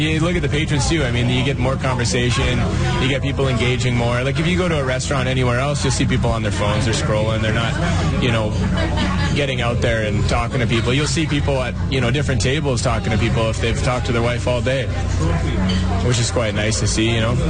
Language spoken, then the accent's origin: English; Drumheller, Alberta, Canada; I grew up in Drumheller, yeah.